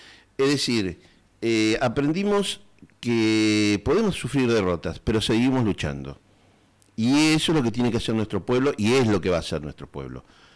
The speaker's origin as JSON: {"language": "Spanish", "country": "Argentina", "said": "no somos los únicos argentinos que tenemos bronca."}